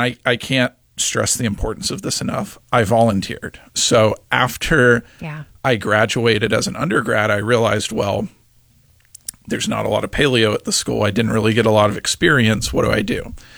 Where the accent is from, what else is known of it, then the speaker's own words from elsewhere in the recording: Texas, United States; moved away as an adult; also born or lived in Kansas; now in Northeast Wisconsin, United States; Right. So, yeah, I'm a Texas native. I graduated from Texas State, as I mentioned, and I worked at the University of Texas for about 5 years before pursuing my master's degree. And that took me north into Kansas.